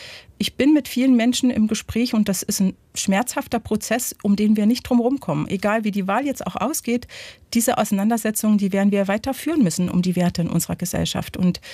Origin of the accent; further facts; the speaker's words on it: East Germany, Germany; born there; ich bin ja ein Kind der DDR-Kirche